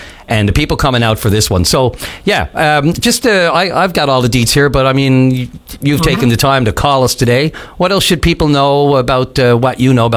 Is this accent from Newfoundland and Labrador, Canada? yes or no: yes; St. John's, Newfoundland and Labrador, Canada; I grew up in the West End of town, so I didn't, you know, I couldn't be called a downtown or a folky guy or anything like that.